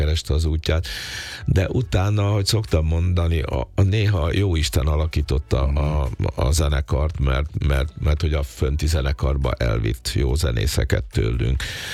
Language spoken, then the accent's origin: Hungarian; Hungary; mi meg erősködtük, hogy de mi magyar gyerekek vagyunk